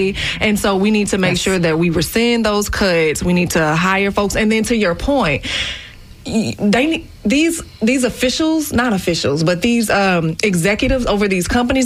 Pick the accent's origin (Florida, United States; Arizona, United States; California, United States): Florida, United States; It is so great. You know I'm from Duval.